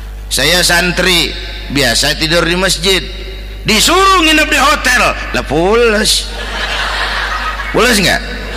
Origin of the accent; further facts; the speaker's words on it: Jakarta, Indonesia; Ya, ya, ya kita Betawi, Betawi kan mah susah udah nukangin.